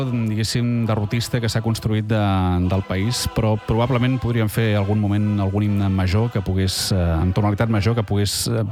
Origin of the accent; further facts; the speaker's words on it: Catalonia, Spain; com a catalans